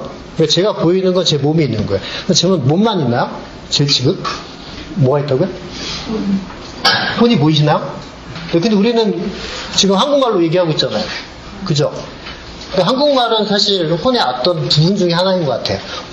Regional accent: South Korea; 제가 한국 사람이니까 그게 느껴져요.

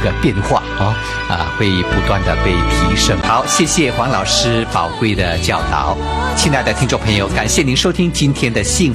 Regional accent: China; 对于我们中国人来说，要说一些称赞啊、感谢、欣赏的话是啊，需要突破的，需要学习的

